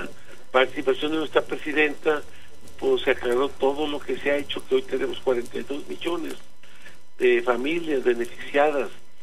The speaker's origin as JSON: {"language": "Spanish", "region": "Zacatecas", "country": "Mexico", "said": "soy de Zacatecas."}